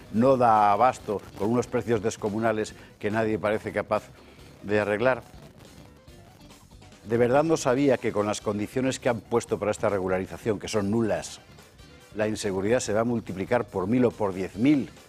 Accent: Spain

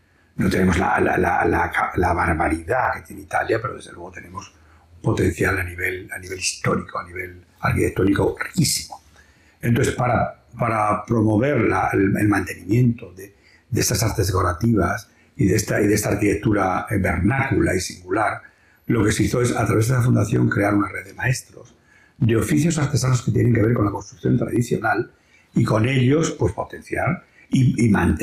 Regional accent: Toledo, Castilla-La Mancha, Spain; yo soy toledano

